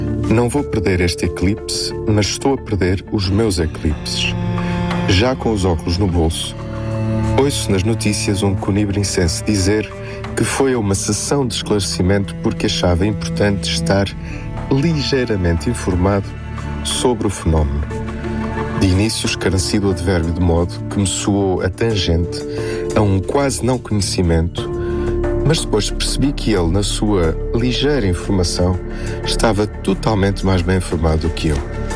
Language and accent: Portuguese; Portugal; Sou muito português